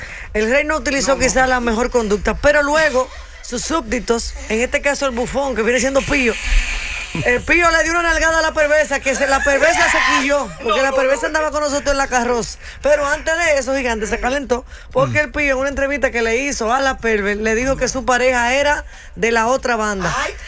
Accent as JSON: {"language": "Spanish", "country": "Dominican Republic", "said": "lo que uno es como dominicano"}